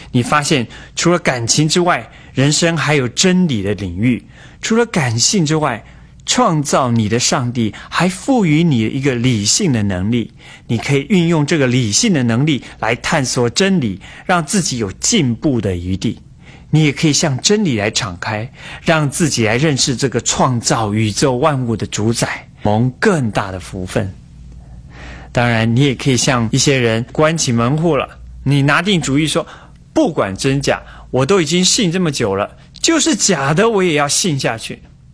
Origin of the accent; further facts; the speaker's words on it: China; 我们中国人也是亚当和诺亚的后代